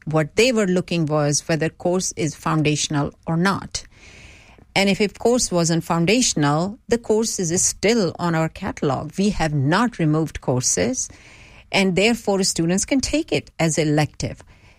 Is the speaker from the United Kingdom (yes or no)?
no; Texas, United States; As for me personally, I see myself as a Texan.